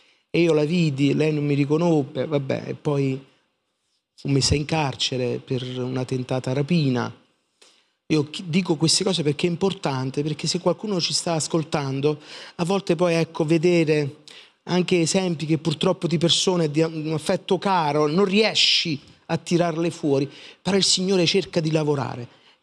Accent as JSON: {"language": "Italian", "town": "Caivano", "region": "Campania", "country": "Italy", "said": "di dove sei? Sono del Parco Verde, sono qua, abito di fronte."}